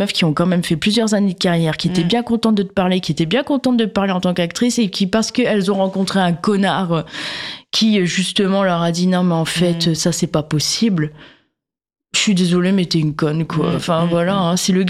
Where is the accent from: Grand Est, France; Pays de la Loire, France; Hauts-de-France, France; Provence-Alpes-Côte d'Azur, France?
Hauts-de-France, France; Bah, je viens du Nord, j'aime bien tout ce qui est houblonné et tout